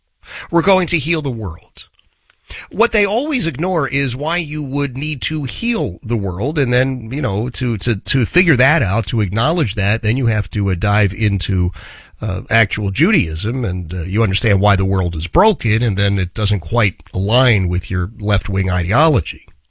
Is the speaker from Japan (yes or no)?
no; Philadelphia, Pennsylvania, United States; because he's from Philadelphia, my hometown.